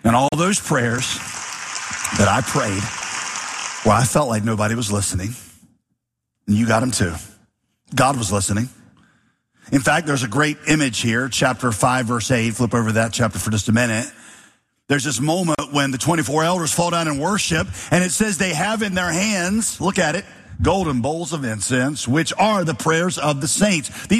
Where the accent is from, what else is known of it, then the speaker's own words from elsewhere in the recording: Winston-Salem, North Carolina, United States; moved away; I grew up in Winston-Salem. That was my home city. The time I was two, went to college, Winston-Salem. And so I got saved there when I was 16.